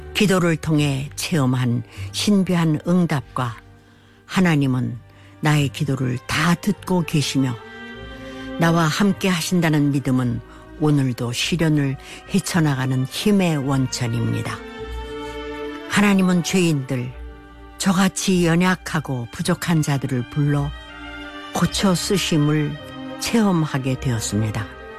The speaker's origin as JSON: {"language": "Korean", "town": "Onsong", "region": "North Hamgyong", "country": "North Korea", "tie": "born or raised there", "also_born_or_lived": "Pyongyang", "moved": "as an adult", "said": "저는 1962년 평양에서 태어나 온성군에서 자랐습니다."}